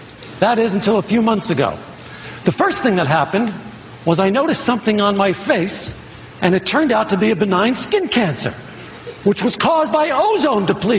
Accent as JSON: {"language": "English", "town": "New York City", "region": "New York", "country": "United States", "tie": "born or raised there", "said": "I grew up in Brooklyn."}